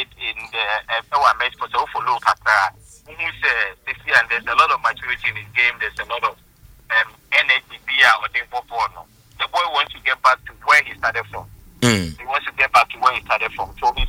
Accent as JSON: {"language": "English", "country": "Ghana", "said": "being a Ghanaian"}